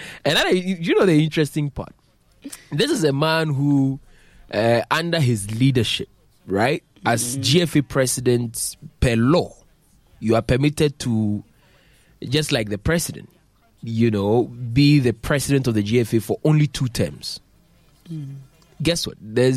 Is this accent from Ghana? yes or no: yes; Ghana; Because I'm Ghanaian